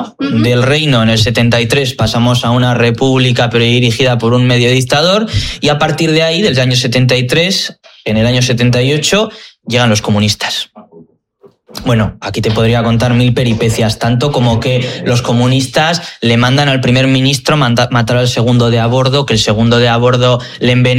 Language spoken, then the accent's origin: Spanish; Spain; por ser españoles